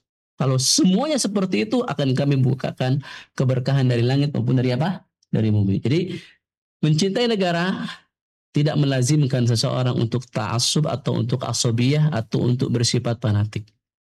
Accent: Indonesia

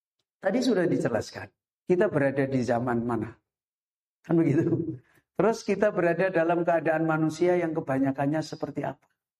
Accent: Semarang, Central Java, Indonesia; Saya itu hidup di kampung preman. lingkungan saya, kampung saya, kampung preman, Tambak Lorok, Semarang, yang pernah didatangi Presiden Jokowi zaman dulu.

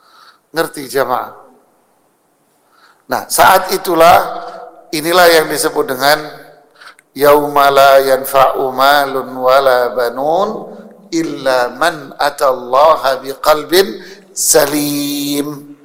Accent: Bangil, East Java, Indonesia; Saya tahu masih kecil dulu di Bangil. Ya, saya orang Bangil, Mas.

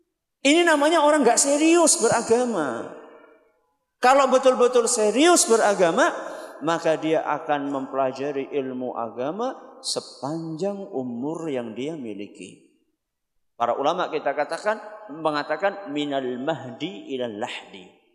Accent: Central Java, Indonesia; accent: Ngapak; Kalau saya pakai bahasa ngapak panjenengan paham enggak?

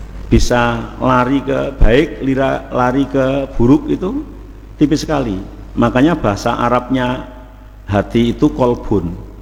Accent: Semarang, Central Java, Indonesia; Saya dari Semarang alhamdulillah bisa sampai sini

